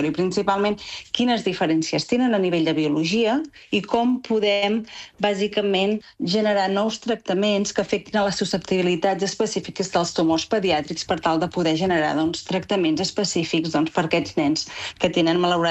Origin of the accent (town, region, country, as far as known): Olot, Catalonia, Spain; moved away as an adult; now in Lisbon, Portugal